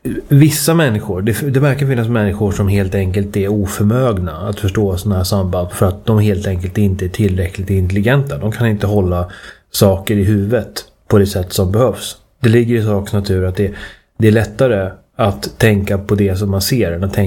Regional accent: Uppsala, Uppsala County, Sweden; min hemstad Uppsala

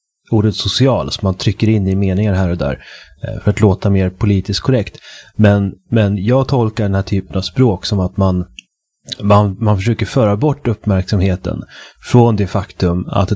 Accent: Uppsala, Uppsala County, Sweden; gatan där jag växte upp, Granitvägen i Eriksberg, och jag växte upp på en liten tvärgata till Granitvägen. Mina föräldrar bor fortfarande där, och det är ett av de absolut lugnaste områdena i Uppsala.

